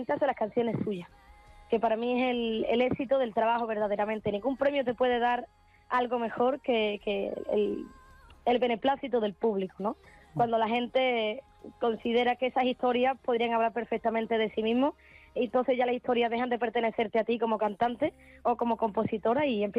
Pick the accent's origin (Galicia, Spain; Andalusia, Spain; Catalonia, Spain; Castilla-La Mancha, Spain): Andalusia, Spain